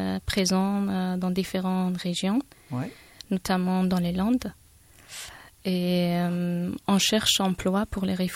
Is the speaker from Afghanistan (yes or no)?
yes; Kabul, Afghanistan; French is a second language; moved away as an adult; now in France; À Kaboul, et je viens de Kaboul aussi.